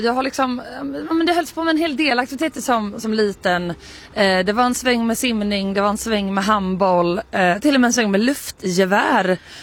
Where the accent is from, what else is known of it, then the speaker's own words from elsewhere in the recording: Karlskrona, Blekinge, Sweden; jag är uppväxt i en mindre stad, jag kommer från Karlskrona